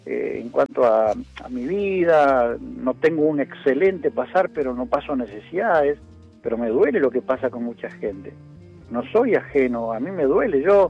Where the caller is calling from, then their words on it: Calchaquí, Santa Fe, Argentina; Calchaquí, Santa Fe, una ciudad bellísima.